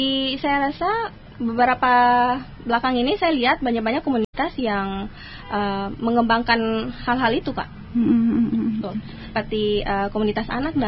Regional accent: Maluku, Indonesia; di daerah saya sendiri

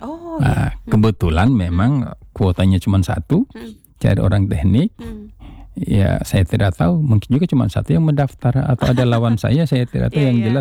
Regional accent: Baubau, Southeast Sulawesi, Indonesia; Kalau saya asalnya Sulawesi Tenggara. Asli Sulawesi Tenggara. Sukunya suku Buton.

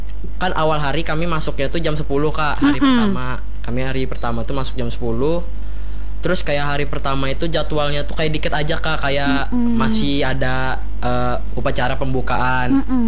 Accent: Palangkaraya, Central Kalimantan, Indonesia; born there; lahir di Palangkaraya. Dan juga saya lahir pada tanggal 6 Juni tahun 2010 ya.

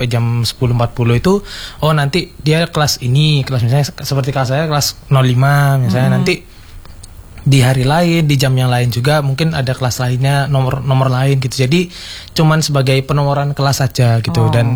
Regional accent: Pekanbaru, Riau, Indonesia; now in Jember, Indonesia; Jadi saya itu lahirnya di sini karena memang keluarga asli di sini, cuman karena orang tua bekerja di Riau di Pekanbaru, itu akhirnya saya pindah dari lahir.

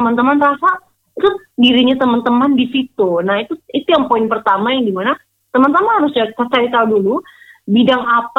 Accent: East Nusa Tenggara, Indonesia; aku kan dari daerah ya, aku dari NTT

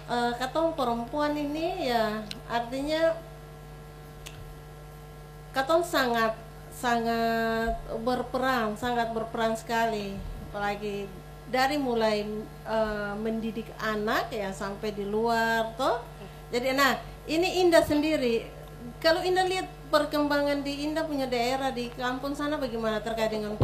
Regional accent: Maluku, Indonesia; katong sebagai anak Maluku

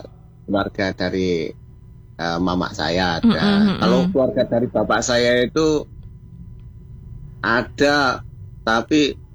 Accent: Wajak, East Java, Indonesia; born there; Iya, itu asal kelahiran saya itu Wajak, Mbak.

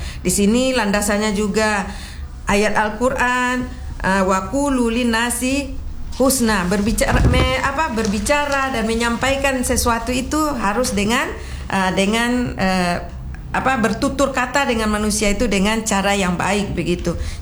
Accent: West Sumatra, Indonesia; now in Ternate, Indonesia; Termasuk kita orang Minang di perantauan, yang alhamdulillah kita hidup di Ternate

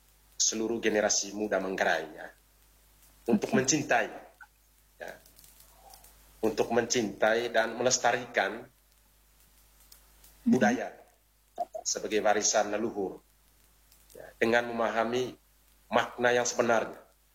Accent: Manggarai, East Nusa Tenggara, Indonesia; kita sebagai orang Manggarai

